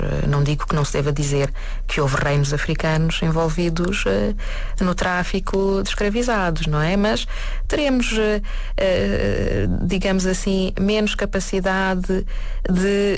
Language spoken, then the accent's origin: Portuguese; Lisbon, Portugal; born there; Eu também nasci em Lisboa